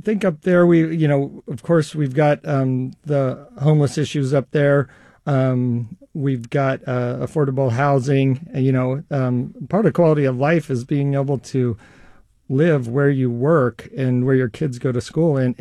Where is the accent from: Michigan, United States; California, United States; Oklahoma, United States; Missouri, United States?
California, United States; the opportunity presented itself to represent the area that I was born and ra